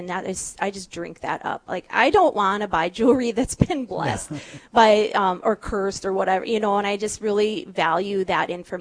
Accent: Steele, North Dakota, United States; I grew up in Steele, North Dakota.

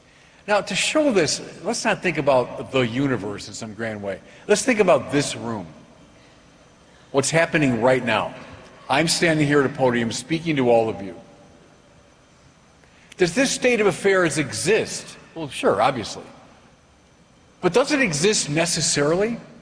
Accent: Chicago, Illinois, United States

